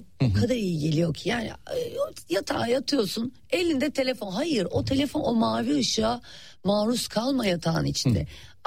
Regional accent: Black Sea Region, Turkey; Ve biz de Karadenizliyiz biliyorsun, baba tarafından Trabzonluyuz.

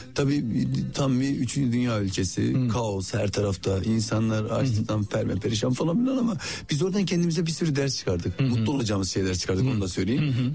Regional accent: Adana, Turkey; Adana'nın ben Varoş Mahallesi'nde işte gettosu, Koca Vezir denilen bir yerdir. Böyle orada yetiştim. Şimdi genelde Suriyeli Afganların da olduğu bir yer. Yani öyle bir yerde yetiştim.

